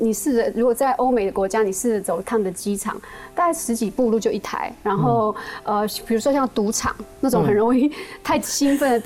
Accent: Nantou County, Taiwan; 放在我的家乡，就是南投县信义乡的13个部落

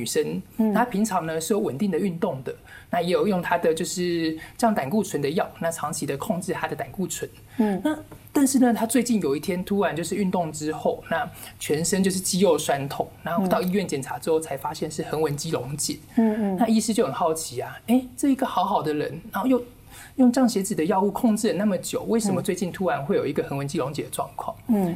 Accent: Taiwan

